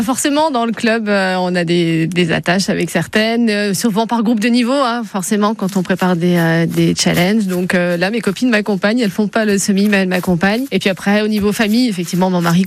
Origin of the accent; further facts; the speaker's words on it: Grand Est, France; je suis de Vosges et ma passion, c'est le sport.